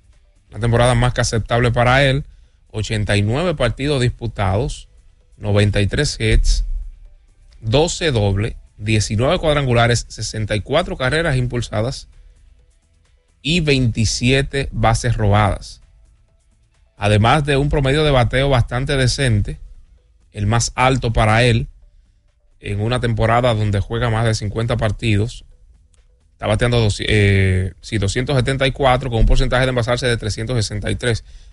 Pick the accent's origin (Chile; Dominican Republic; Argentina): Dominican Republic; sobre todo para nosotros como dominicanos.